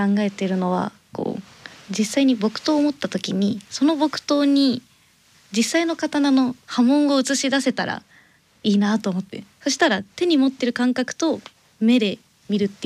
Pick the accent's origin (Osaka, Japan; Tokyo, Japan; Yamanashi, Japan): Yamanashi, Japan; now in Nonoichi, Japan; 地元は山梨県です。